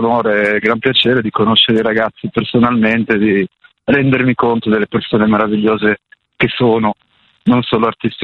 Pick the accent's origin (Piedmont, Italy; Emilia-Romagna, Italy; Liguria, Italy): Liguria, Italy; Pietra Ligure; Io sono di Pietraligure.